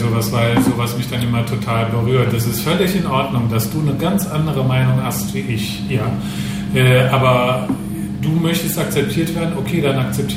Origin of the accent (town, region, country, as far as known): Frankfurt, Hesse, Germany